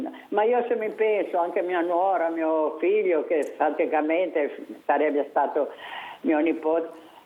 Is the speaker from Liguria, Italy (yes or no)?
yes; Genoa, Liguria, Italy; born there; io anche se sono nata qui a Genova, ma nei prati ci sono cresciuta.